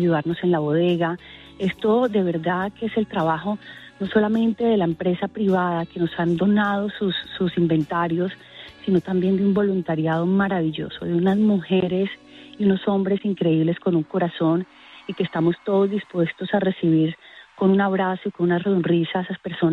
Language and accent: Spanish; Colombia; los colombianos